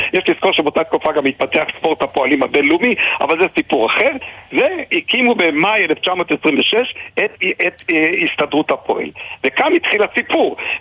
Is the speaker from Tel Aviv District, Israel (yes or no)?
no; Haifa, Haifa District, Israel; אני חיפאי